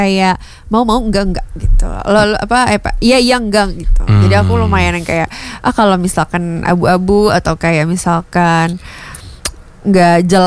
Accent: Tangerang, Banten, Indonesia; also born or lived in Jakarta; Asalku dari Tangerang.

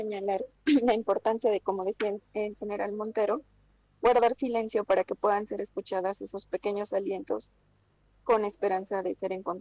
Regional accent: Mexico; Y como siempre decimos los mexicanos

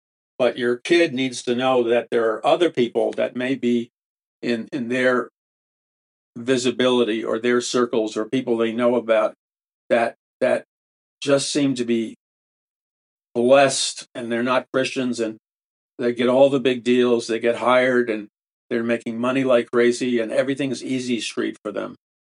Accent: Ireland; I'm not Italian, I'm Irish, so mafia code is second nature to me.

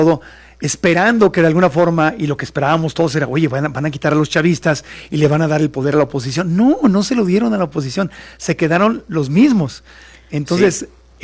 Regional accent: Mexico; Pero mi opinión como mexicano es que no es, Estados Unidos no lo va a venir a arreglar.

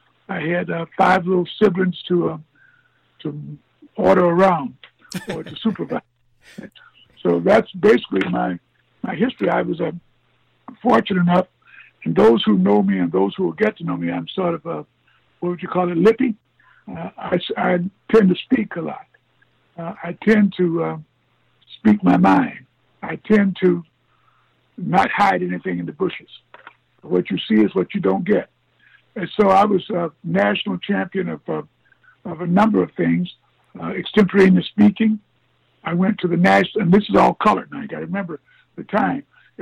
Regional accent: Statesboro, Georgia, United States; also born or lived in Tignall, Georgia; now in Minneapolis, United States; So that's where I was born. I was raised in South Georgia, in a place called Statesboro, Georgia, and Bullock County, which is down near Savannah.

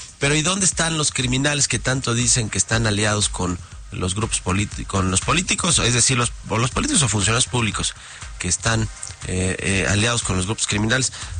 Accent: Mexico; nosotros somos norteamericanos, ¿no? Estamos en Norteamérica, México.

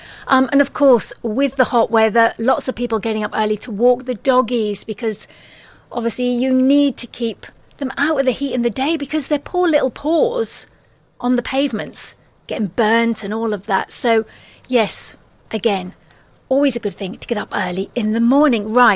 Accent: England, United Kingdom; we're English

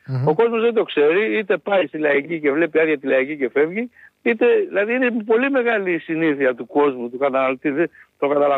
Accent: Thessaly, Greece; Εγώ είμαι από το Πύλιο, ας πούμε, και έρχομαι στην Αθήνα.

